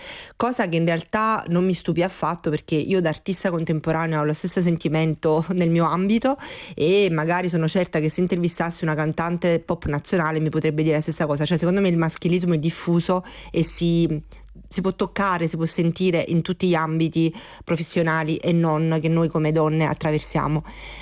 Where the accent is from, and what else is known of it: Naples, Campania, Italy